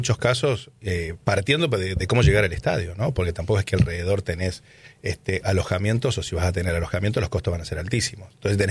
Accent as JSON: {"language": "Spanish", "country": "Argentina"}